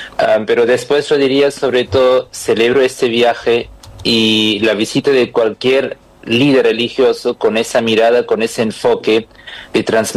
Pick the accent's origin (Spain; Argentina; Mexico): Argentina